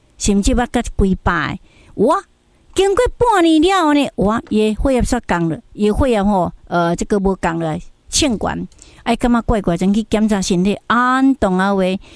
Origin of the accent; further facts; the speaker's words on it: Taiwan; 你知不知道我们台湾人在问什么？